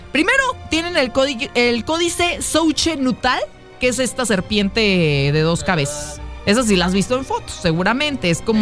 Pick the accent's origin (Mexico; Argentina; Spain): Mexico; Pero si vamos nosotros como mexicanos y reclamamos territorio...